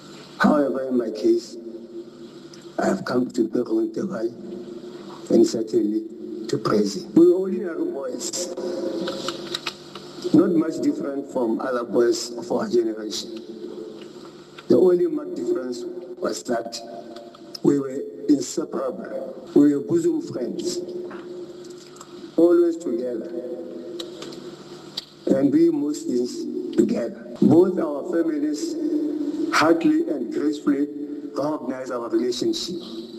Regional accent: Serowe, Central District, Botswana; in 1955, we were both born and brought up in Serowe, Faramabesaka.

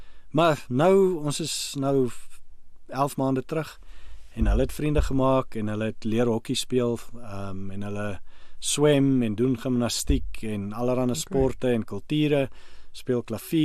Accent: Namibia; moved away as an adult; also born or lived in Canada; Ons is baie bederf met die kos wat ons as mense in Namibia eet.

